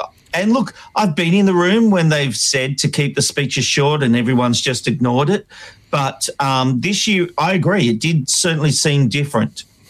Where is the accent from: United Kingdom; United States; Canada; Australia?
Australia; Maybe I'm un-Australian, but you know what? Maybe it's because I grew up in Housing Commission and I just thought they were taking the piss out of me.